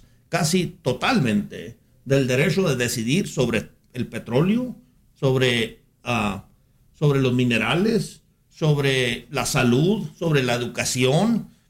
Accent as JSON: {"language": "Spanish", "country": "Mexico", "said": "los mexicanos podemos solapar al líder"}